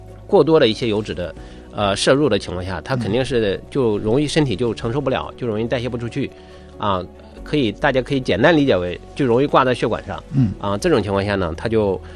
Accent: Northeast China, China; 咱们东北这边有一个说法叫立秋之后贴秋膘

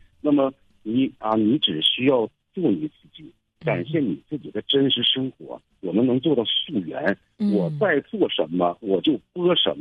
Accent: Jilin, China; 那么这样的话呢，我觉得对咱们吉林本地来说，会有更多的人来知道咱们家有什么好的产品，来认同，从而将咱们家乡的产品通过他的资源

